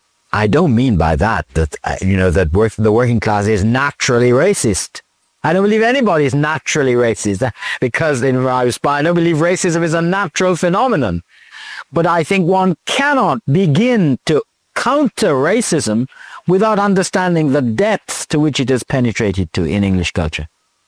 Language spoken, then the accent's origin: English; Jamaica; born there; I was born in Jamaica.